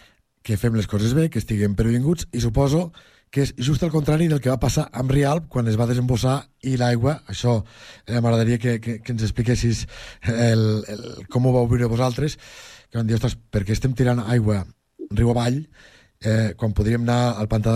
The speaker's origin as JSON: {"language": "Catalan", "town": "Lleida", "region": "Catalonia", "country": "Spain", "said": "la gent que som de Lleida"}